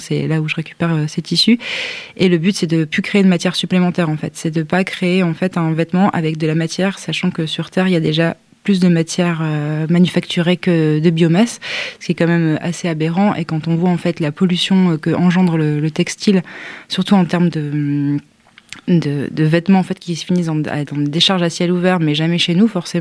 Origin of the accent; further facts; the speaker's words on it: northern France, France; Moi je viens du nord de la France et du coup je pense que les peintres flamands m'ont bien inspirée aussi